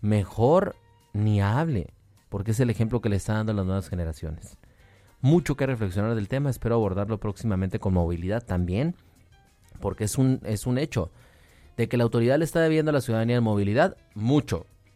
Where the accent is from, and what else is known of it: Mexico